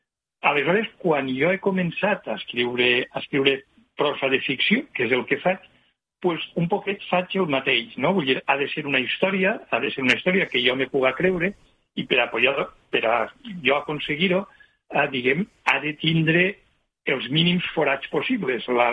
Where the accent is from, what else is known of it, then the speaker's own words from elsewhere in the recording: Valencian Community, Spain; jo soc d'ací, jo soc de la Plana, jo he viscut a Almassora 4 anys